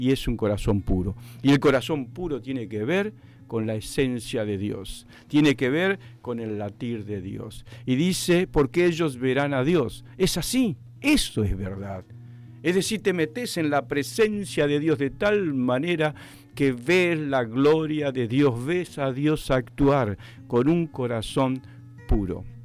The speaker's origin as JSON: {"language": "Spanish", "country": "Argentina"}